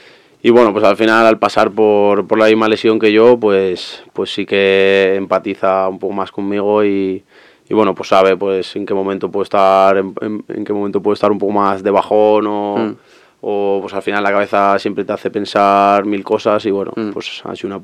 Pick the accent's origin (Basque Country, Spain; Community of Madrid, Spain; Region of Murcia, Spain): Community of Madrid, Spain; Madrid; Yo soy de aquí de Madrid